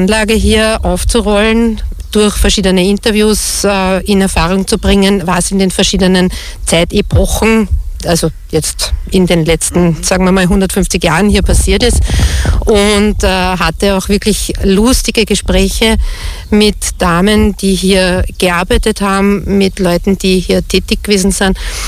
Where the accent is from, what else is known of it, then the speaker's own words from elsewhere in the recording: Oberhorbach, Lower Austria, Austria; born there; Ich bin geboren in Oberhorbach. Ich habe meine Vorfahren unspektakulärerweise alle in der Umgebung.